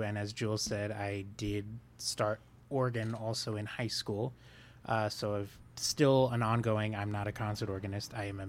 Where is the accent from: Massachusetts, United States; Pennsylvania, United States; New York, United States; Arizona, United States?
New York, United States; now in Louisiana, United States; I did grad. I did all my schooling in New York.